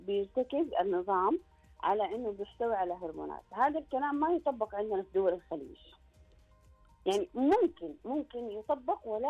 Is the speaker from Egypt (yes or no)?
no; Saudi Arabia; عندنا في السعوديه